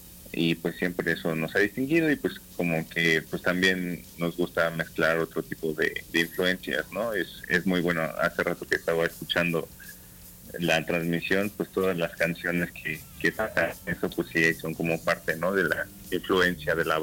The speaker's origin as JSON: {"language": "Spanish", "town": "Chalco", "region": "State of Mexico", "country": "Mexico", "said": "Raúl y yo somos de ahí, de Chalco"}